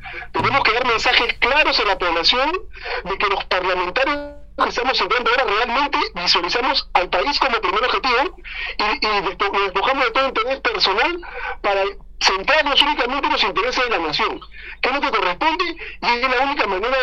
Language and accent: Spanish; Peru